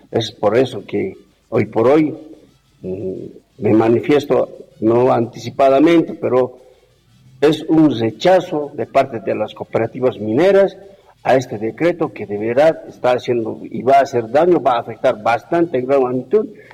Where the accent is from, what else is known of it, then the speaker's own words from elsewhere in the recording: Bolivia; como bolivianos, nosotros nos sentimos nuevamente afectados.